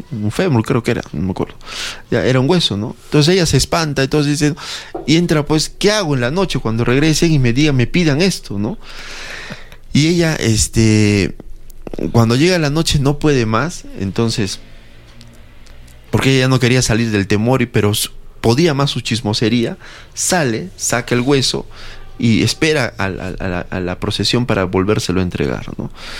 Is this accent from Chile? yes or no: no; Arequipa, Peru; nosotros podamos seguir diciendo que somos arequipeños